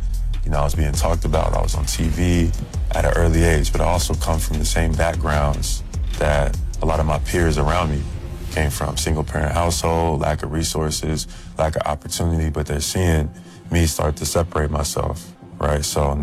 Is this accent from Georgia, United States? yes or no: yes; Atlanta, Georgia, United States; Growing up in Atlanta, like, there's a lot of talent.